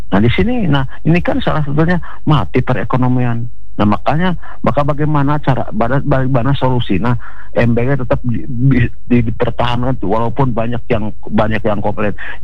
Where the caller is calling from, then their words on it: Bandung, West Java, Indonesia; Saya dari Bandung ya.